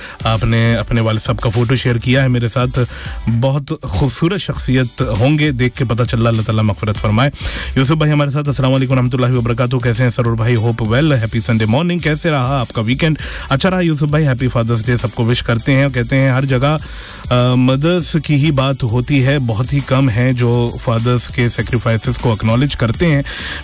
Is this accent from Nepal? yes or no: no; Azad Kashmir, Pakistan; now in Qatar; मैं पाकिस्तान आज़ाद कश्मीर से हूँ. कतर में मुझे 2 साल हो गए हैं.